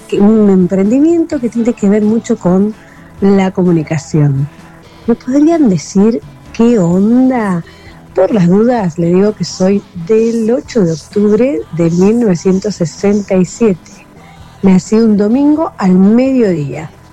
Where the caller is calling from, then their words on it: La Plata, Buenos Aires Province, Argentina; de La Plata.